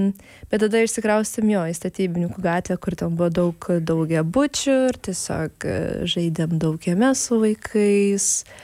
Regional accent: Panevėžys, Panevėžys County, Lithuania; Aš užaugau Panevėžy.

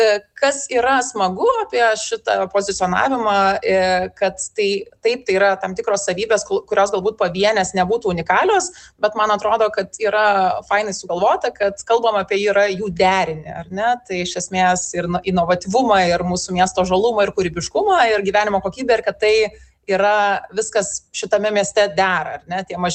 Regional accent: Vilnius, Vilnius County, Lithuania; jeigu mes vilniečiai

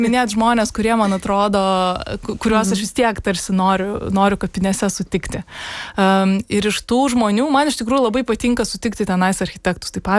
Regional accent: Kaunas, Kaunas County, Lithuania; Nes aš nesu iš Vilniaus, aš esu iš Kauno

